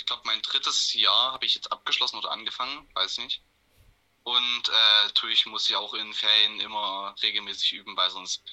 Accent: Saxony, Germany; Ich komme aus Kransthal, Deutschland.

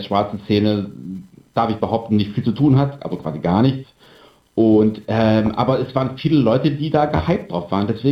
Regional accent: Mönchengladbach, North Rhine-Westphalia, Germany; denn ich komme aus Mönchengladbach

